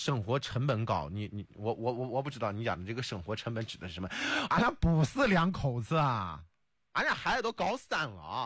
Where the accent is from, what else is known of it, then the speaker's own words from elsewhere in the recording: China; 我们中国人